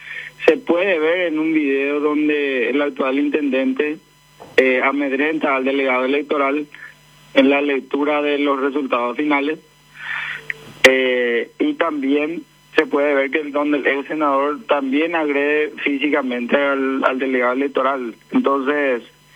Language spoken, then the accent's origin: Spanish; Sapucai, Paraguarí, Paraguay; Nosotros como equipo y como zapuqueños nos plantamos